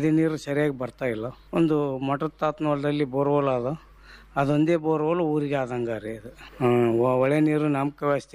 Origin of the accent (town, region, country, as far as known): Raichur district, Karnataka, India